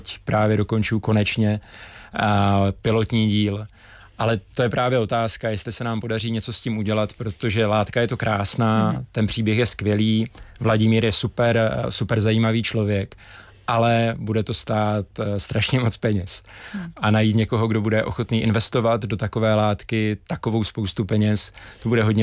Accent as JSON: {"language": "Czech", "town": "Uherské Hradiště", "region": "Zlín Region", "country": "Czechia", "tie": "born or raised there", "moved": "yes", "lives_now": "Plasy, Czechia", "said": "A Uherské Hradiště, to je moje rodné město."}